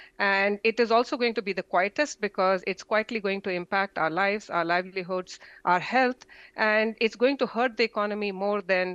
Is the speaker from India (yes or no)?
yes; India; moved away; I'm an Indian.